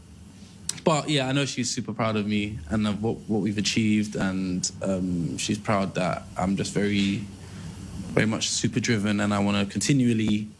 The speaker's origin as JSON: {"language": "English", "country": "Pakistan", "said": "So I'm Pakistani. This is a paratha. This is like breakfast."}